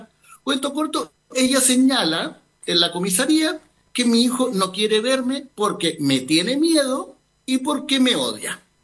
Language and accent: Spanish; Chaitén, Los Lagos, Chile; yo soy de Chaitén.